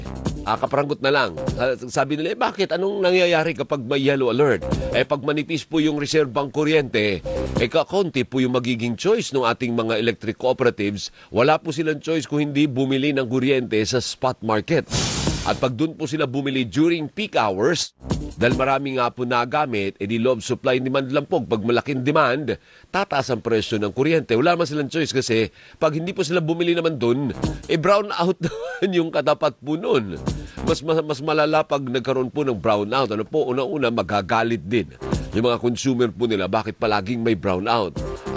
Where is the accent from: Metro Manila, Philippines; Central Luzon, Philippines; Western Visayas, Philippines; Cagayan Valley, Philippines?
Western Visayas, Philippines; Bacolod; dyan sa amin sa Bacolod